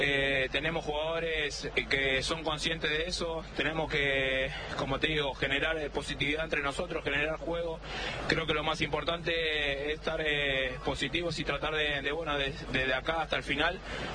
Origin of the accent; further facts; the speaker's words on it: Argentina; como argentinos sabemos de lo que es Leo para nosotros, es nuestra bandera